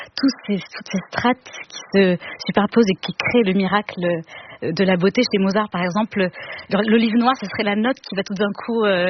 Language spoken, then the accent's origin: French; Monaco; born there; Alors, je suis née à Monaco.